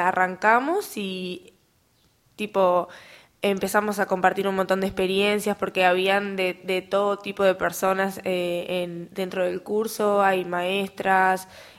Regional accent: Montevideo, Uruguay; moved away as an adult; now in Fray Bentos, Uruguay; soy de Montevideo.

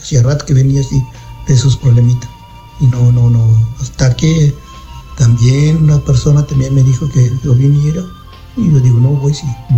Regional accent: Artigas, Uruguay; Sí, soy de Artigas. Estoy viviendo en Artigas, pero soy de un pueblito de afuera de Artigas.

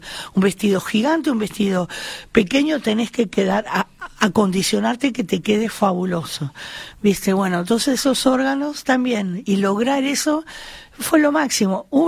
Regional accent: Uruguay

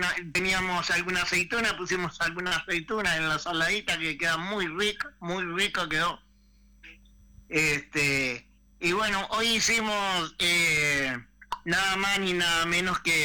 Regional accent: Salto, Uruguay; acá somos todos salteños

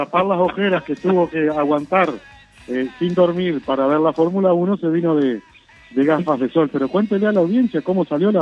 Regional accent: Uruguay; nosotros los uruguayos

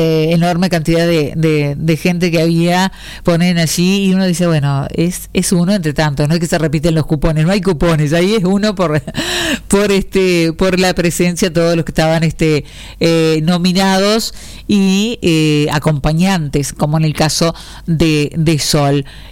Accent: Salto, Uruguay; Para Salto, porque soy salteña

